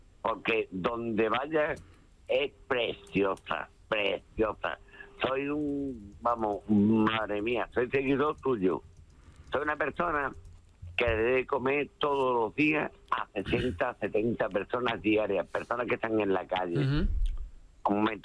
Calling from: Andalusia, Spain; Yo soy andaluz. De pura cepa.

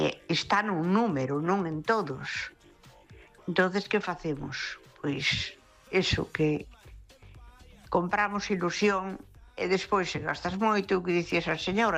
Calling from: Ferrol, Galicia, Spain; Bueno, un abraciño.

